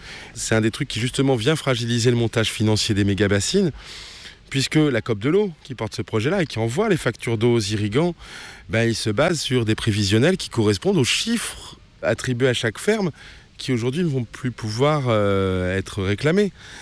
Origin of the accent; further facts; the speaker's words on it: Beauvais, Hauts-de-France, France; born there; Je suis né à Beauvais